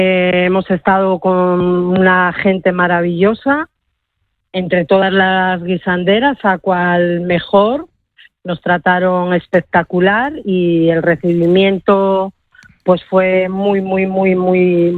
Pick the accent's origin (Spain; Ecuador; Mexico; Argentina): Spain; Gijón, Asturias; now in Toledo, Spain; yo ya cuando soy la pequeña de los tres, y yo nací en La Calzada, viví dos años en la Calzada, no tengo muchos recuerdos